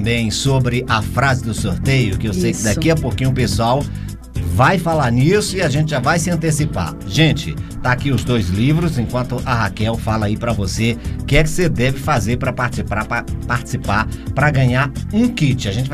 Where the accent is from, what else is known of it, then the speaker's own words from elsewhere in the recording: Teresina, Piauí, Brazil; now in Brasília, Brazil; vou falar na minha cidade natal, por favor, né? Teresina, Piauí, um abraço aí pros teresinenses, como eu, né?